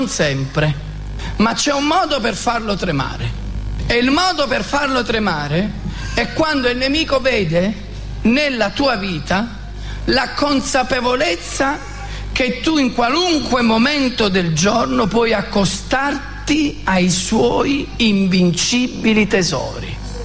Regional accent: Naples, Campania, Italy; Io sono napoletano

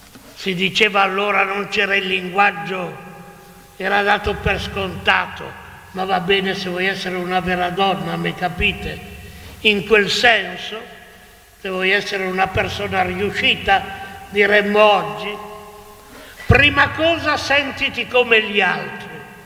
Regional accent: Piedmont, Italy; io sono cresciuto nel mio paese del Monferrato

